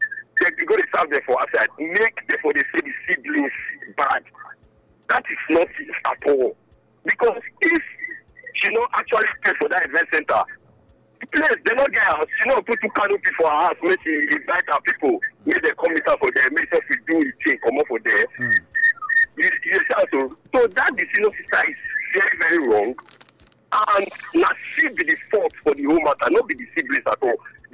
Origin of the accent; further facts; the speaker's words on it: Benin; I come from Benin.